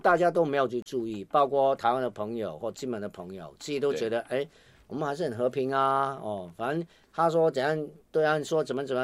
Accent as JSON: {"language": "Chinese", "country": "Hong Kong", "said": "我们生活在香港好像还蛮幸福的"}